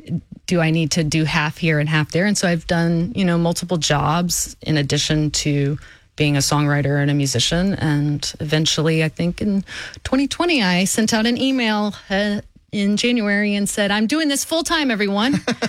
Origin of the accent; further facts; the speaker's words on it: Houston, Texas, United States; I grew up in Southwest Alief, Texas, to a single mom with an older brother.